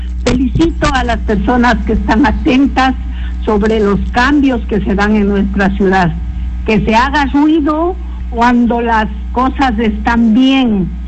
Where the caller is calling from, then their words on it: Macas, Morona Santiago, Ecuador; Vivo en la ciudad de Macas durante 48 años. Le doy gracias a Dios de vivir aquí.